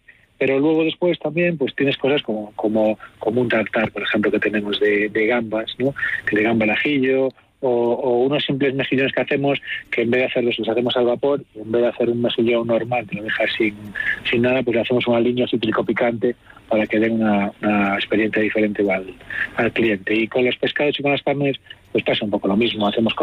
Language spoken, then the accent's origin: Spanish; Galicia, Spain; cuando a nuestras madres o abuelas en Galicia le pides una receta